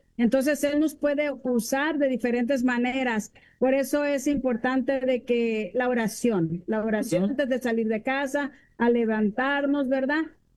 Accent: Mexico; now in United States; Yo soy de México.

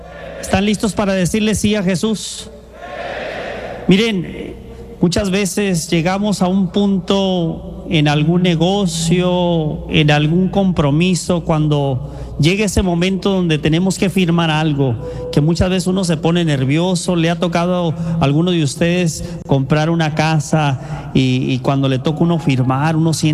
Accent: Tijuana, Baja California, Mexico; Yo crecí, nací en Tijuana y crecí en las calles de Tijuana.

